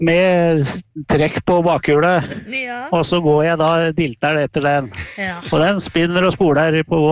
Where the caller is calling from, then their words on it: Holmestrand, Vestfold, Norway; Ja, nå så sitter vi vel midt i Vestfold, kan jeg tenke meg, rundt Holmestrand, midt på innlandet der.